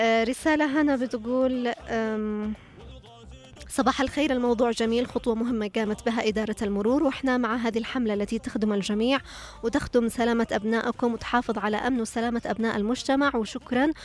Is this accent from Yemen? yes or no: yes; Yemen; صغار السن عندنا في اليمن أكثر